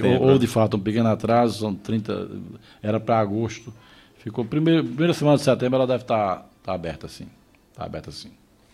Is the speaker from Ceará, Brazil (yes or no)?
yes; Ceará, Brazil; moved away; quando eu era criança, lá no Ceará, eu ficava na a casa do meu pai, na beira da pista, assim, da rodovia